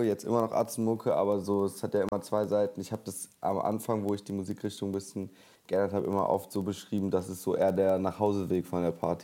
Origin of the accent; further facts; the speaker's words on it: North Rhine-Westphalia, Germany; ich bin aus dem Ruhrgebiet in NRW.